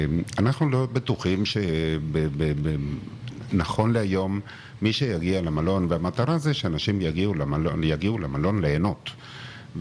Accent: Neve Ilan, Jerusalem District, Israel; now in Kiryat Shmona, Israel; נווה אילן.

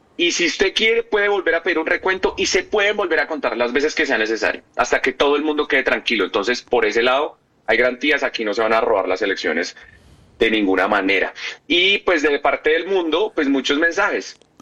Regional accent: Colombia; moved away; Salimos de Colombia.

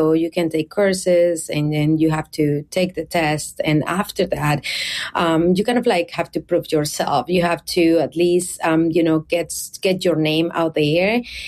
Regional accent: Caracas, Capital District, Venezuela; moved away as an adult; now in United States; So I actually was born and raised in Caracas, Venezuela.

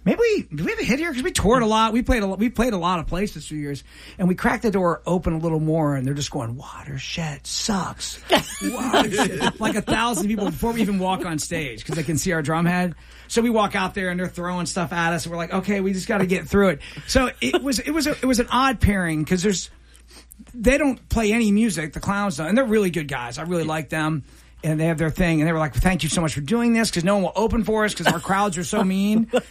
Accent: Columbus, Ohio, United States; we grew up in Columbus, Ohio, right?

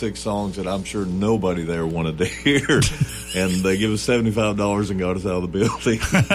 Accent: Kentucky, United States; I'm a boy from Eastern Kentucky in Europe, hanging out with … singing a song about McGoffin County, Kentucky.

